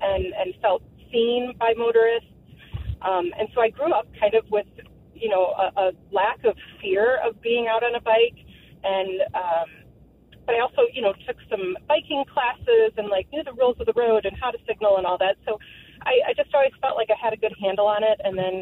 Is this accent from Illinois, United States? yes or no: yes; Illinois, United States; I'm coming from McHenry County and spent my whole life here. And I was fortunate enough to be a free-range child in the 80s and 90s.